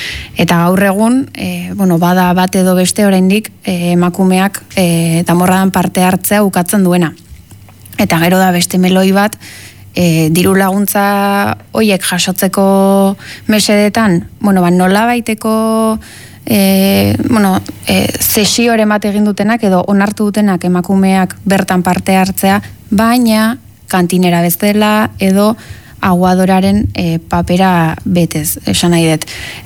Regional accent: San Sebastián, Basque Country, Spain; Bai, bueno, ni Donostiarra naiz eta danborradaren kontuarekin bai ikusten detela

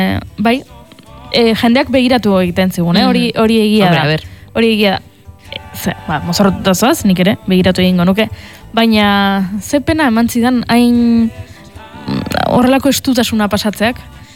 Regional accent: Tolosa, Basque Country, Spain; Eta ni Tolosarra naiz, mozorrotzea gustatzen zait

